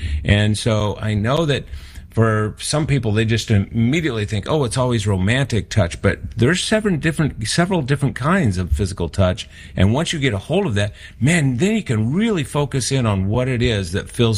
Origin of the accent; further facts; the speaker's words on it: Boston, Massachusetts, United States; and I grew up in Boston, by the way, where we dropped our R's. I've corrected the way I speak, so I don't say park, I say park.